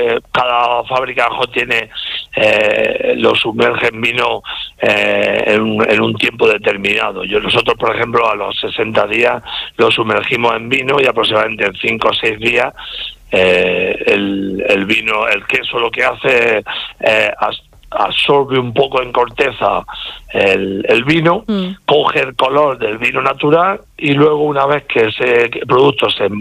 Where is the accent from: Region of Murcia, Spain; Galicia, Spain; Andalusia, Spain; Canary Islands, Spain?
Region of Murcia, Spain; Calasparra; yo soy de Calasparra, de la zona de Caravaca